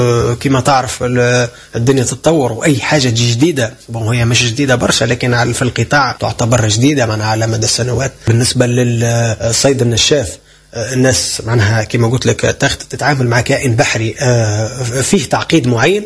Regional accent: Tunisia

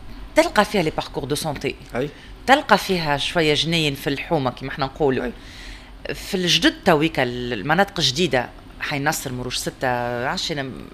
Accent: Tunisia; انا كمواطن تونسي

